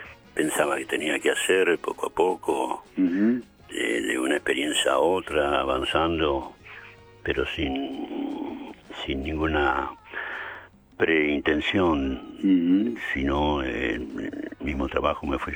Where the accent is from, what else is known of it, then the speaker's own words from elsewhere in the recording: Palmira, Mendoza, Argentina; born there; moved away; also born or lived in Buenos Aires; Yo viví en Palmira hasta que me fui a Buenos Aires. En realidad yo nací en la ciudad de Mendoza.